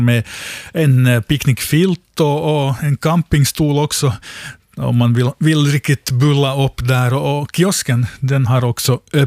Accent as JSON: {"language": "Swedish", "country": "Finland", "said": "Vi har ett fint stort hav, vi har kust, vi har, det som vi finlandssvenskar är så glada över, skärgård och allt det här."}